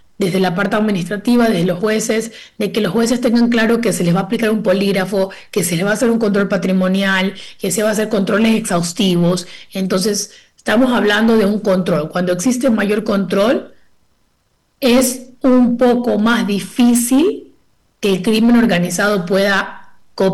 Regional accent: Manabí, Ecuador; Mi familia es manabita, mi mamá, mis abuelos. O sea, yo amo mi provincia, amo, soy súper costeña, soy súper ecuatoriana

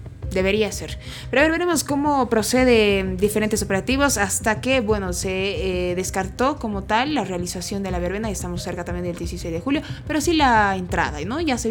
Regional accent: La Paz, Bolivia; estamos en el mes de los paceños. ¿Qué nos caracteriza a los paceños?

